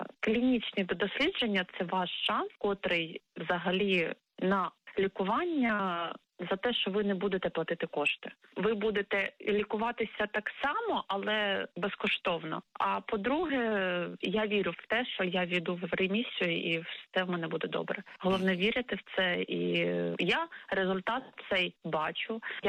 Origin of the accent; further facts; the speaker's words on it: Kyiv, Ukraine; я сама з Києва.